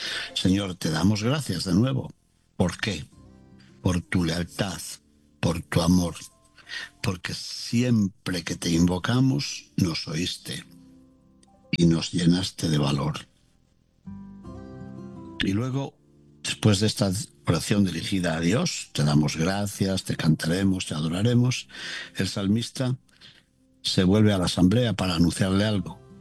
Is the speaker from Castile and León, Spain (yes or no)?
yes; Castile and León, Spain; moved away; mi tierra de León